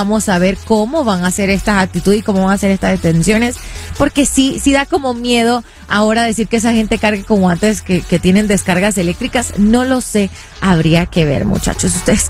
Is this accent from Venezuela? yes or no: yes; Venezuela; moved away; yo soy venezolana